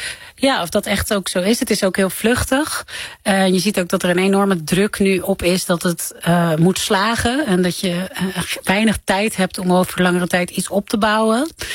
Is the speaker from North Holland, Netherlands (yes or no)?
yes; Amsterdam, North Holland, Netherlands; Ik ben opgegroeid in Amsterdam-Noord. En dat is toch een buurt waar ook heel veel problemen zijn. Sociale problemen, veel laaggeletterdheid. Armoede, schulden achter de voordeur.